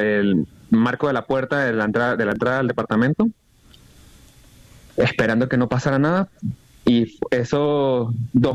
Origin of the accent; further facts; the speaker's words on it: Venezuela; moved away as an adult; now in Caracas, Venezuela; yo soy de un pueblo que se llama Socopón. Yo no soy de Caracas. Yo vine acá por ejercer mi carrera.